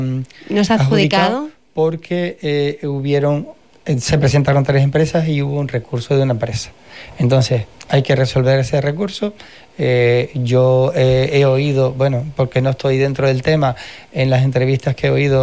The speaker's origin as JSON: {"language": "Spanish", "region": "Canary Islands", "country": "Spain", "said": "Yo soy de los Alares."}